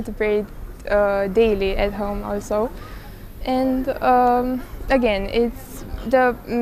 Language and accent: English; Romania; English is a second language; I'm from Romania.